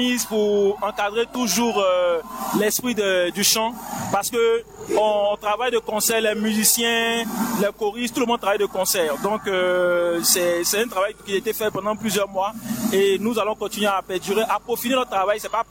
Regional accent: Côte d’Ivoire; on adore Dieu chez nous en Côte d'Ivoire.

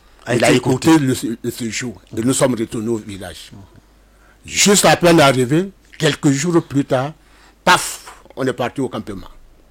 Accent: Côte d’Ivoire; born there; also born or lived in Bouaké

